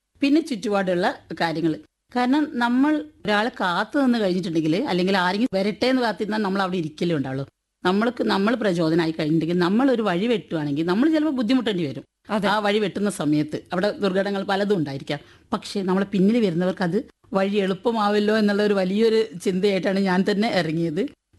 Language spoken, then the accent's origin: Malayalam; Kozhikode, Kerala, India; now in Sharjah, United Arab Emirates; ഞാൻ കോഴിക്കോട്ടുകാരിയാണ്